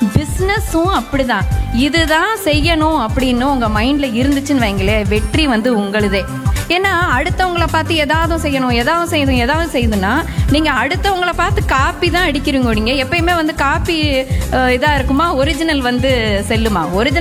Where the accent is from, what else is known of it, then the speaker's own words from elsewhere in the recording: Madurai, Tamil Nadu, India; திருப்பி என்னுடைய சொந்த ஊர் மதுரைக்கே வந்து இந்த மாதிரி டாக்குமெண்ட்ரி ஃபில்ம் மேக்கிங் பண்ணிட்டு இருக்கும்போது